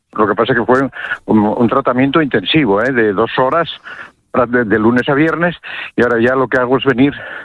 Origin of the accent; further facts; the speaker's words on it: Cudillero, Asturias, Spain; Asturias ya es húmeda de por sí, y Cudillero, de donde soy, pues lógicamente más todavía